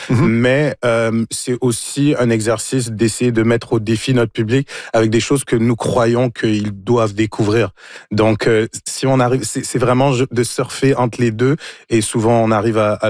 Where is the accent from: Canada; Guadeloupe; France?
Canada; Montreal, Quebec; Moi, j'ai grandi à Montréal, je suis né à Montréal